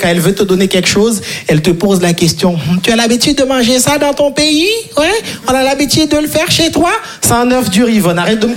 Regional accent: Haiti; Moi, je viens de Haïti.

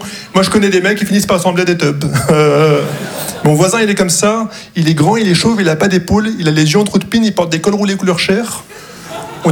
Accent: Casablanca, Casablanca-Settat, Morocco; Non, j'ai l'impression d'être un arabe undercover. Je viens de Casablanca, et je parle comme si je venais du 16e.

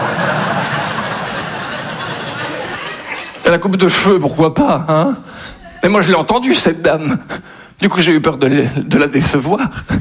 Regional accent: Belgium; je suis belge.

